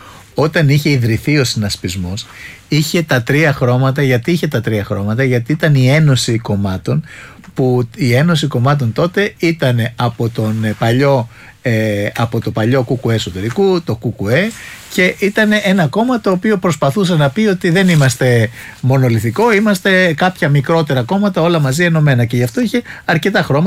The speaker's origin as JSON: {"language": "Greek", "country": "Greece", "said": "και ως Έλληνες είμαστε πολύ περήφανοι"}